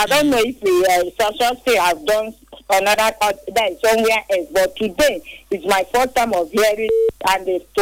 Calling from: Port Harcourt, Rivers, Nigeria; I'm from Port Harcourt.

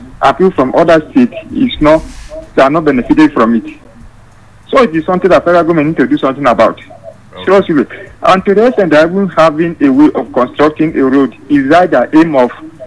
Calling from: Benue, Nigeria; I'm from Benue State.

